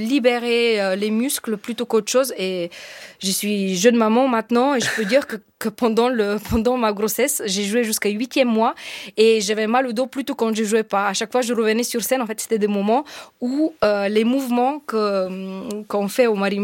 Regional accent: Bulgaria; French is a second language; moved away as an adult; now in France; En fait, j'ai grandi en Bulgarie, dans une famille de musiciens. Mon père était percussionniste, ma sœur aussi.

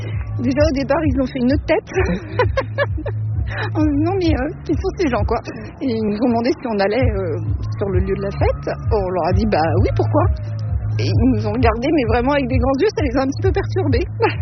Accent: Île-de-France, France; je viens du Val-de-Marne

